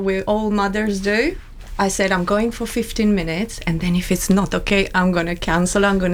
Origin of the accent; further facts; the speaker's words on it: Ploiești, Prahova, Romania; moved away; I'm from Ploiești.